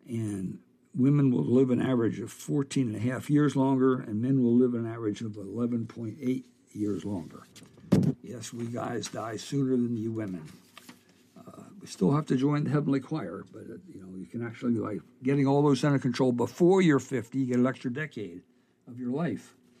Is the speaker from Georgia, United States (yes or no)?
no; Delaware, United States; I was raised in Delaware